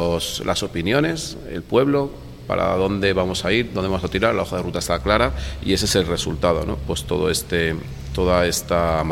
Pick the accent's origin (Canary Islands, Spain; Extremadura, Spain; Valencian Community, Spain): Valencian Community, Spain; Benidorm; now in Alfaz del Pi, Spain; Yo visitaba el Alfaz del Pi antes de venir a vivir aquí. Como te digo, vengo de Benidorm.